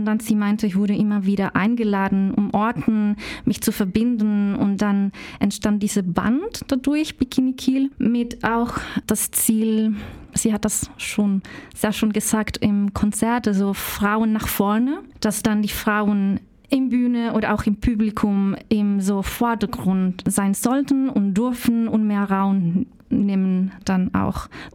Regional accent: Chile; German is a second language; now in Germany; Ich komme aus Chile, aus Lateinamerika

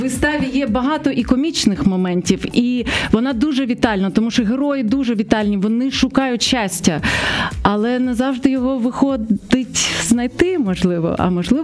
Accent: Mariupol, Donetsk Oblast, Ukraine; Я родом з Маріуполя, і мені здається, що я вірю в те, що людину створюють ландшафти. І, звісно, на нас впливає і те, що я виросла на морі

